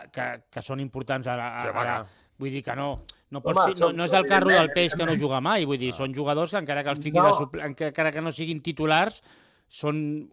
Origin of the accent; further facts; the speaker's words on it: Terrassa, Catalonia, Spain; Tu saps que jo sóc de Terrassa, no?